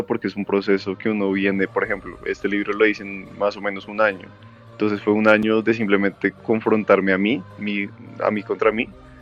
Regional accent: Colombia

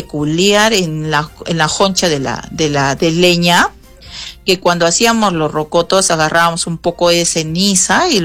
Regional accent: Arequipa, Peru; Nosotros acá en Arequipeña, como arequipeños como grandes tradicionalistas y amantes de nuestra historia y tradición

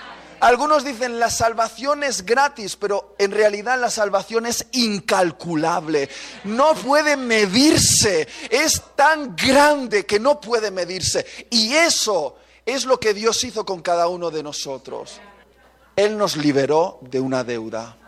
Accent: Basque Country, Spain; Yo en el País Vasco me encantan los pinchos de tortilla y el chiquito, somos vascos

